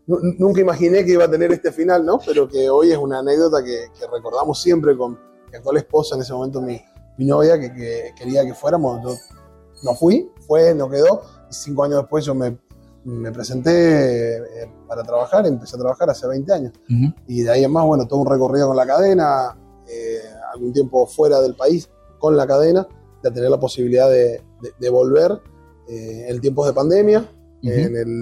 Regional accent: Mendoza, Argentina; siendo mendocino

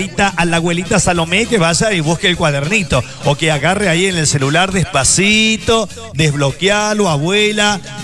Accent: Córdoba, Argentina; Yo soy de Córdoba, nacido en Córdoba, en la maternidad provincial.

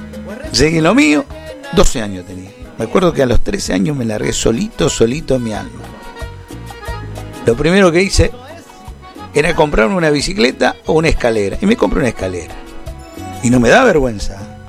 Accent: Carcarañá, Santa Fe, Argentina; en mi ciudad, en mi pueblo, que es Carcaraña.

